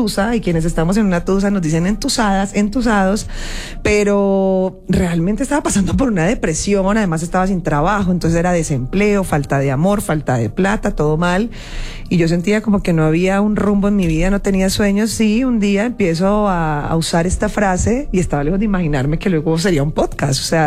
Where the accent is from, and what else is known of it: Cali, Valle del Cauca, Colombia; now in Bogotá, Colombia